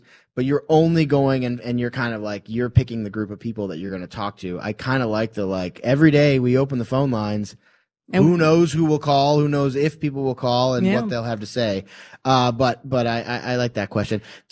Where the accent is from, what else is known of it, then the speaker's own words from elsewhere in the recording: Royal Oak, Michigan, United States; now in Chicago, United States; Yeah, I grew up in Royal Oak, Michigan